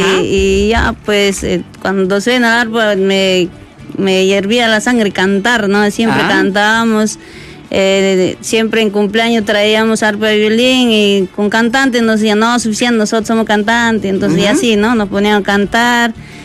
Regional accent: Ayacucho, Peru; also born or lived in Apurímac; soy un ayacuchano, purimeño

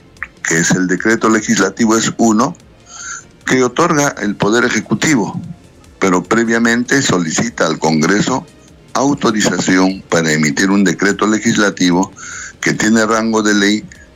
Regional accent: Cusco, Peru; es mi paisano, yo también caramba. Soy cusqueño.

